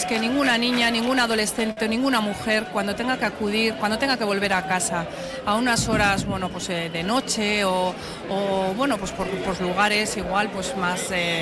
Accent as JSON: {"language": "Spanish", "town": "Vitoria-Gasteiz", "region": "Basque Country", "country": "Spain", "tie": "born or raised there"}